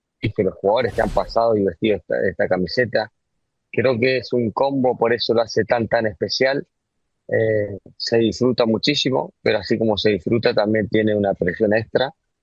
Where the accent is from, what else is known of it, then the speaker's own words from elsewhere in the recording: Argentina; born there; moved away as an adult; also born or lived in Mexico; El último club que me tocó jugar fue el Deportivo Maipú. Volví a mi pago, a mi tierra para poder retirarme ahí.